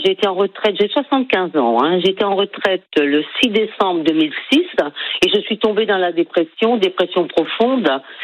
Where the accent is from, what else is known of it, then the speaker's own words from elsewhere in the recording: Brittany, France; also born or lived in Seine-et-Marne; now in Noyal-Muzillac, France; quand je suis arrivée en Bretagne, parce que je suis originaire de Bretagne